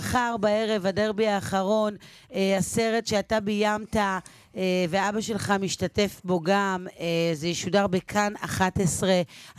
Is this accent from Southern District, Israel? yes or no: yes; Kiryat Gat, Southern District, Israel; כשאני גדלתי בקריית גת